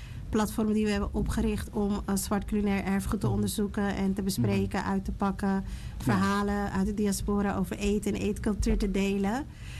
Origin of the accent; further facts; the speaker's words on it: Amsterdam, North Holland, Netherlands; geboren getogen Amsterdam. Ik kom overigens ook uit Zuidoost.